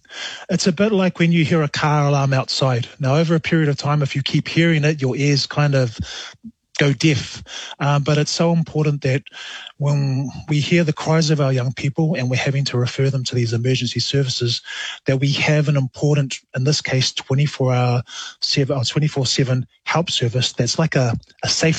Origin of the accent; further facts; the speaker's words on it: New Zealand; on dad's side, we come from Lotupuwe and Alepata, and also Vaesa Fata. So, yeah, born and bred here in New Zealand.